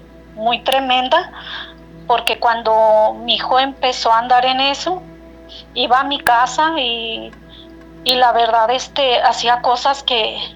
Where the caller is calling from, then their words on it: Jalpa, Zacatecas, Mexico; Desde el municipio de Jalpa, Zacatecas.